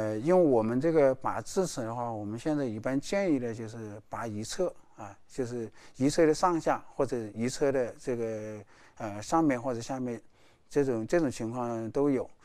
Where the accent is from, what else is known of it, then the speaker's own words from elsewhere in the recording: Hunan, China; 还有这个像我们湖南这边的特色，就是咀嚼槟榔。